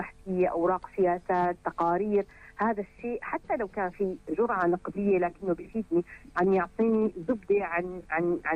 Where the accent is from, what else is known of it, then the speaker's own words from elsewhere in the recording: Syria; شو اللي بيجمعنا نحن كسوريين،